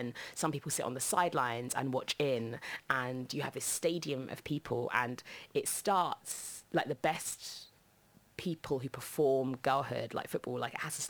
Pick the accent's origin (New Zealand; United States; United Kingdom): United Kingdom; London; I grew up in Southeast London, and all my old haunts are completely different now, but I actually live really close to where I grew up. I live like across the road from the hospital where I was born now